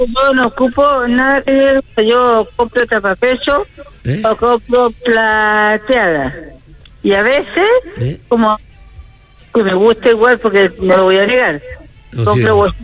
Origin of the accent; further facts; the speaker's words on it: Chile; yo soy chilena los 365 días del año.